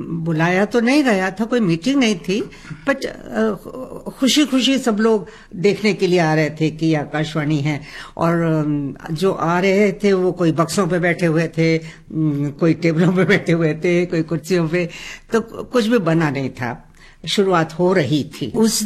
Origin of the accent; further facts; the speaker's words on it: Lucknow, Uttar Pradesh, India; born there; moved away as an adult; now in Indore, India; मैं तो लखनऊ से आई थी और लखनऊ की पढ़ी लिखी थी, लखनऊ से आई थी।